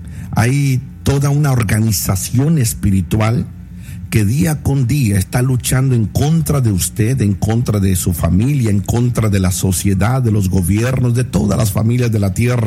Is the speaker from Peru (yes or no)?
no; Mexico; Por ejemplo, yo digo: yo soy mexicano.